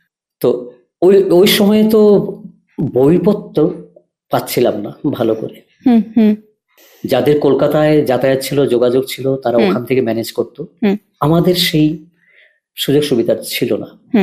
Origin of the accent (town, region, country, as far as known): Tripura, India; born there